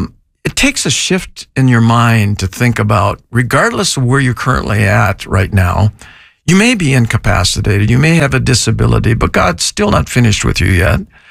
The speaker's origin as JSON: {"language": "English", "town": "Sault Ste. Marie", "region": "Michigan", "country": "United States", "tie": "born or raised there", "said": "I grew up in Sault Ste. Marie, Michigan. And we had 120, 160 inches of snow."}